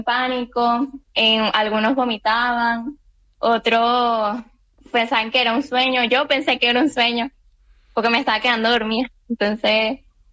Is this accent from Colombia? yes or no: no; Venezuela; born there; Nací en Venezuela, pero mis abuelos nacieron en el Hierro.